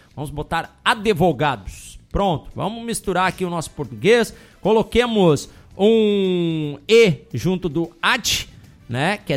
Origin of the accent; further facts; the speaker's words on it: Frederico Westphalen, Rio Grande do Sul, Brazil; Frederico Westphalen, que é a minha cidade natal